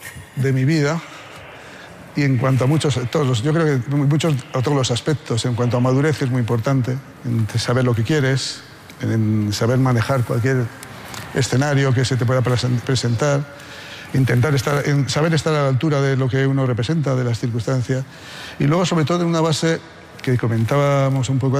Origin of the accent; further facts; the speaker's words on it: Haro, La Rioja, Spain; porque yo en mi pueblo, en Haro, en La Rioja, era del Athletic Club de Bilbao, como aficionado.